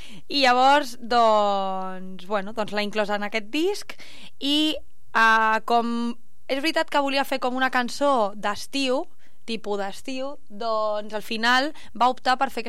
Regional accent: El Prat de Llobregat, Catalonia, Spain; moved away as an adult; now in Sant Feliu de Llobregat, Spain; En origen, sóc del Prat.

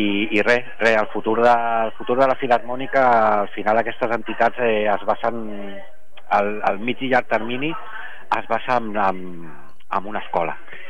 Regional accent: El Prat de Llobregat, Catalonia, Spain; som del Prat.

